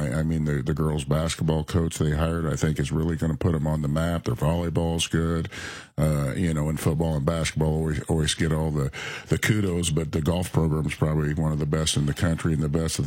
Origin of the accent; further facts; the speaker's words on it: Assumption, Illinois, United States; now in Decatur, United States; I'm from Assumption.